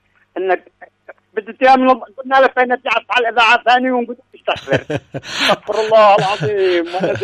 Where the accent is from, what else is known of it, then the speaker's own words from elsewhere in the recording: Raydah, Amran, Yemen; born there; من أصل ريدة الأساسيين الأصليين بالشيبة